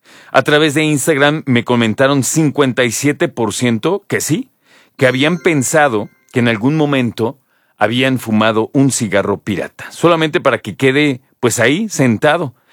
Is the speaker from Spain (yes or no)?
no; Mexico; si yo como mexicano cuando voy a otro país